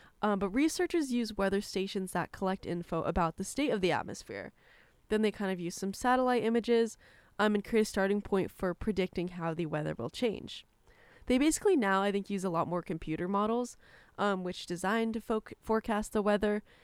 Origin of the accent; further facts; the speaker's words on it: Colorado, United States; moved away; I'm from Colorado.